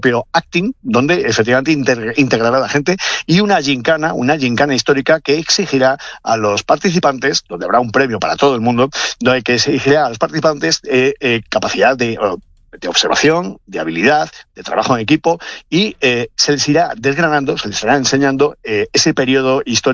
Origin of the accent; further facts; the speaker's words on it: Spain; para los españoles